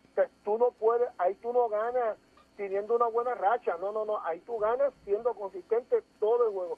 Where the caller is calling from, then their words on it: Puerto Rico; yo soy boricua hasta la muerte